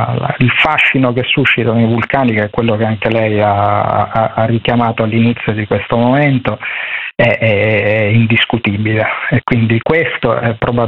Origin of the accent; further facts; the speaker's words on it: Genoa, Liguria, Italy; io sono genovese, però ho delle radici siciliane, okay. Quindi io da bambino frequentavo la Sicilia perché mia mamma è siciliana